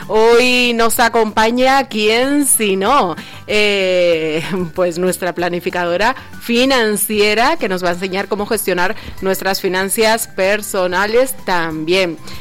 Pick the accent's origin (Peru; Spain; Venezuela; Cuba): Spain; ¿Somos los españoles especialmente impulsivos cuando llega a las vacaciones?